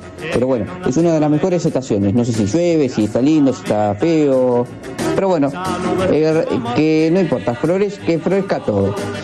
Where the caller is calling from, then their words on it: Tablada, Buenos Aires Province, Argentina; acá de Tablada